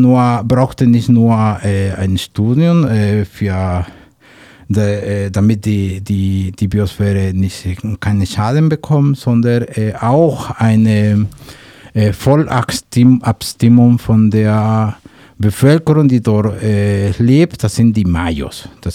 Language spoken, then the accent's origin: German; Mexico; German is a second language; moved away; Ich bin Mexikaner.